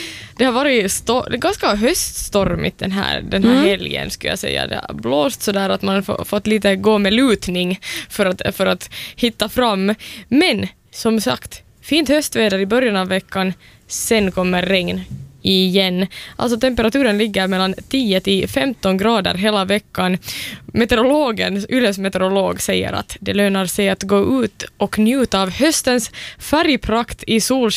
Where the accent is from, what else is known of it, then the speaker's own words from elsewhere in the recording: Southwest Finland, Finland; Vi är alla åbolänningar här